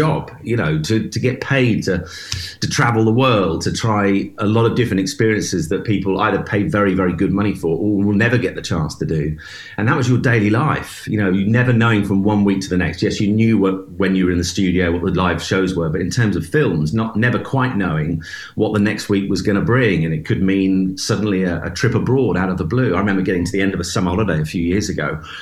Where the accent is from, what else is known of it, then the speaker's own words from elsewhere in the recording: East of England, United Kingdom; a little boy growing up in Norfolk